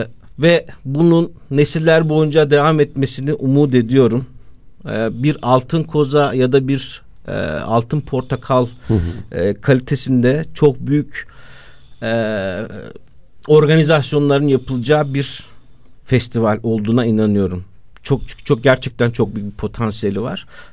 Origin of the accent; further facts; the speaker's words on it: Yozgat, Turkey; Ben aslen Yozgatlıyım.